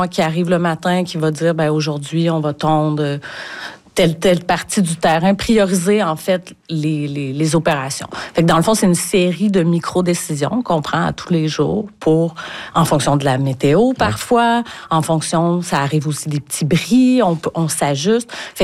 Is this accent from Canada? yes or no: yes; Clarke City, Quebec, Canada; moi, je suis originaire de Clarkcité, donc c'est à côté.